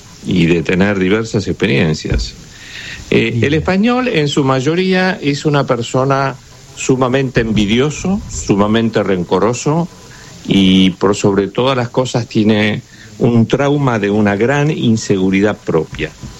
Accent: Argentina; el maltrato que hemos tenido los argentinos en las últimas 48 horas es bestial.

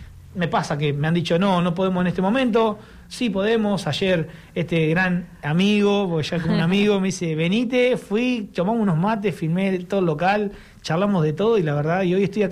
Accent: Junín, Buenos Aires Province, Argentina; Yo soy nacido y criado en Junín, así que nada, dejé a mis hijos allá.

